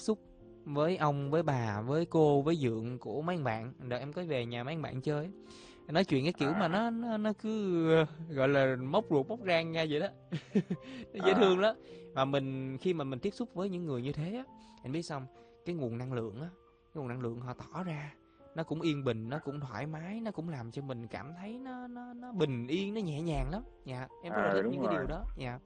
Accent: Sa Dec, Dong Thap, Vietnam; ở quê em thì cũng ngay thành phố rồi, nếu như mà tính là trước đó thì cũng ngay thành phố Sa Đéc đó

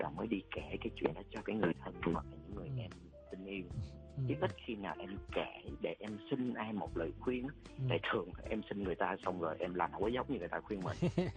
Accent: Southern Vietnam, Vietnam; tại vì em thích những cái giọng văn giống như của chị Nguyễn Ngọc Tư, cái kiểu văn Nam Bộ á, tại vì em người Nam cái kiểu vậy

